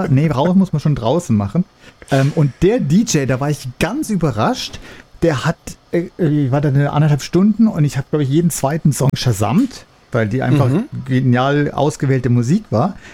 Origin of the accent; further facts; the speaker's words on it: Saarland, Germany; moved away; aber seit dem 17. Mai dieses Jahres, 2026, sage ich jetzt, wenn mich jemand fragt, woher ich komme, sage ich, aus der Nähe von Elversberg.